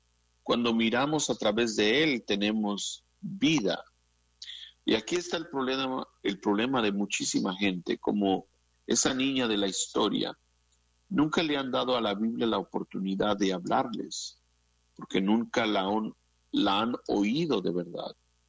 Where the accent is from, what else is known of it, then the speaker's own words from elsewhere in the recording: Mexico; como pueblo evangélico, y especialmente si somos mexicanos